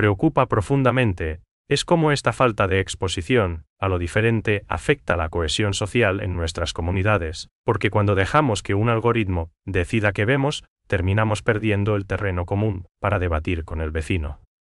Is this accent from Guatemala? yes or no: no; Paraguay